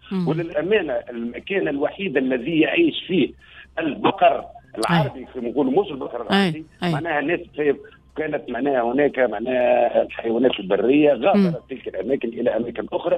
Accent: Tunisia

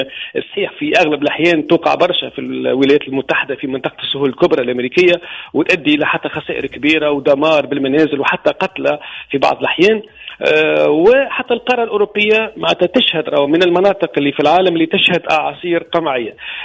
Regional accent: Tunisia

